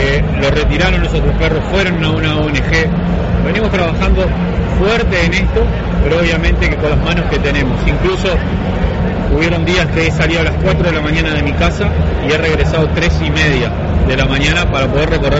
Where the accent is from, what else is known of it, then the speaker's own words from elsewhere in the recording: Sauce, Canelones, Uruguay; Vivimos cerca también porque somos los dos sauceños, así que es un placer. Y aparte, ya sabiendo que soy de sauce, soy una persona rural